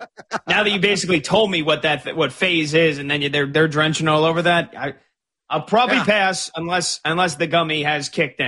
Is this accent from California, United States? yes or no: no; New Jersey, United States; maybe this is just because I'm from the East Coast and I'm from New Jersey and I take my pizza very seriously